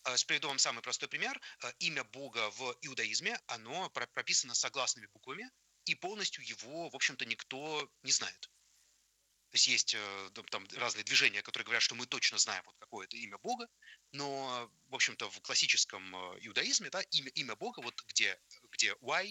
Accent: Saint Petersburg, Russia; Ну, я из Петербурга

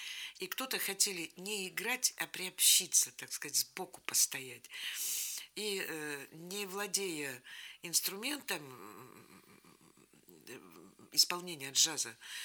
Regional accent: Vologda, Vologda Oblast, Russia; also born or lived in Saint Petersburg; Я коренная вологжанка, поучилась в Питере, вернулась обратно.

